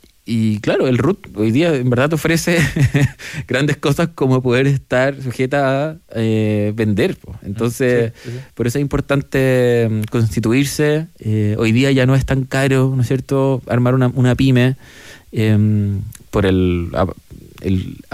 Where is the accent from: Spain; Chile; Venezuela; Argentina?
Chile; Santiago, Santiago Metropolitan Region; A nosotros, como los santiaguinos